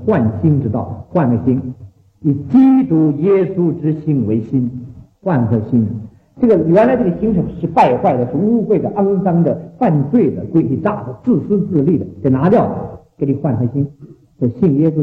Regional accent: China

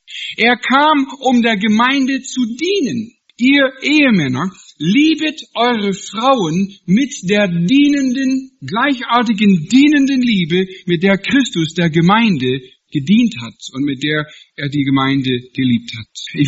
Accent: Washington, United States; German is a second language

